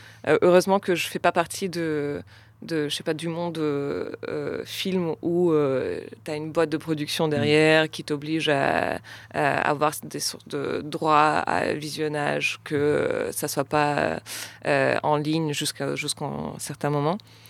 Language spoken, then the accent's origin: French; Russia; moved away; Parce que moi, j'ai grandi en Russie